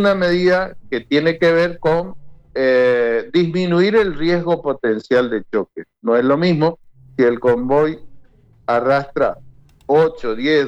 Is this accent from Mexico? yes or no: no; Corrientes, Argentina; somos vecinos de Corrientes, porque el puente abraza nuestra ciudad con el Chaco